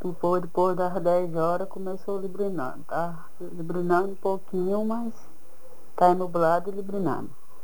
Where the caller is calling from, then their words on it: Bahia, Brazil; da Quixaba